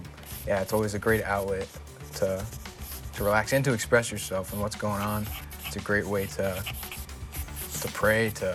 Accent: Westport, Massachusetts, United States; I'm from Westport, Mass. That's where I'm coming from.

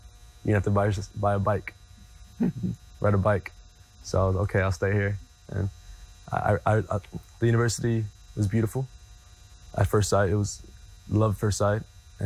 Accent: Temple, Texas, United States; also born or lived in Rio Grande Valley; I first lived in Temple, Texas, up north.

